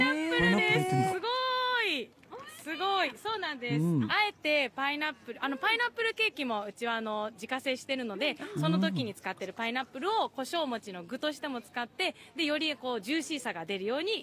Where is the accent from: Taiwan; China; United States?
Taiwan; moved away; 私は日本と台湾のハーフなんですね、なので日本の皆様に自分の育ってきた台湾をこう伝えたいなっていうことで、